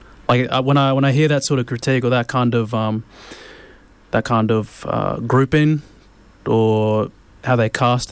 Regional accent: Brisbane, Queensland, Australia; growing up in Inala

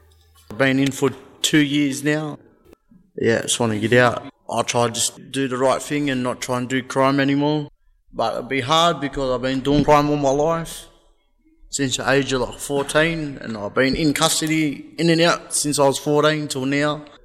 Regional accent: Glen Innes, New South Wales, Australia; now in Liverpool, Australia; I'm from Glen Innes. Live in Liverpool in Sydney. I'm Bungjlung and Gungbung Berry. 23 years old.

